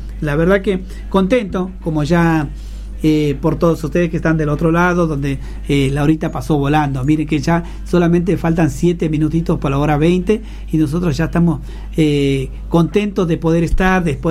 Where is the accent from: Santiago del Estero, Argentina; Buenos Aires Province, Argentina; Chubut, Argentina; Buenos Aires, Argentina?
Santiago del Estero, Argentina; Medellín; moved away; Yo soy de ahí de Medellín también, cerquita, que es de Simbolpampa